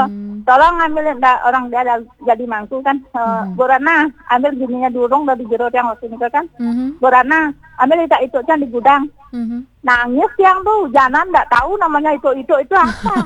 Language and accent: Indonesian; Denpasar, Bali, Indonesia; dari kecil di Denpasar tuh.